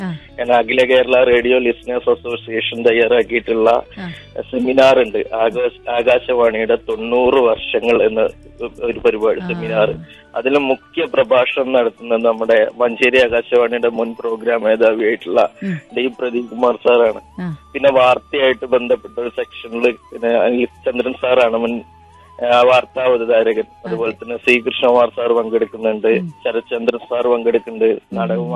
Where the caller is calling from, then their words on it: Kollampadi, Kerala, India; മലപ്പുറം ജില്ലയിലെ അരീക്കോടിനടുത്ത് കൊല്ലമ്പടി.